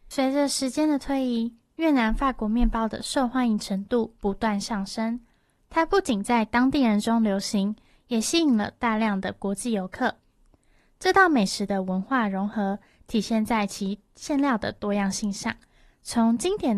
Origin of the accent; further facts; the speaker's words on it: Taiwan; 我来自台湾，很高兴认识大家。这是我第一次讲粤语，